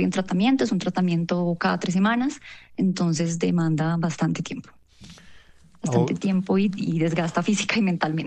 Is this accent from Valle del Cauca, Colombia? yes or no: no; Cúcuta, Norte de Santander, Colombia; now in Bogotá, Colombia; Bueno, yo soy cucuteña, tengo 29 años, ya estudié acá en Bogotá, en la Universidad Javeriana